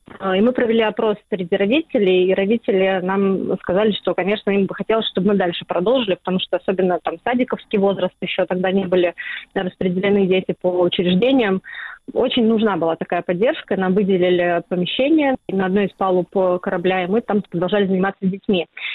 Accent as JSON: {"language": "Russian", "country": "Russia", "said": "Я как бы не скрывала, что я из России, но я об этом и не рассказывала на каждом углу."}